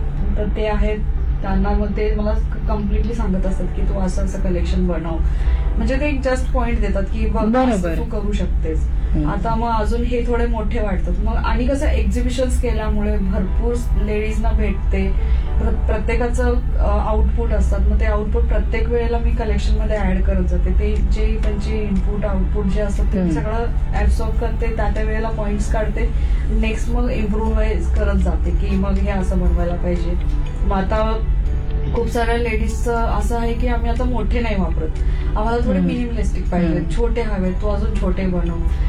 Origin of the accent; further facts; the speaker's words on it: Kolhapur, Maharashtra, India; मी कोल्हापूरची आहे त्यामुळं कोल्हापूरची अंबाबाई मला खूप म्हणजे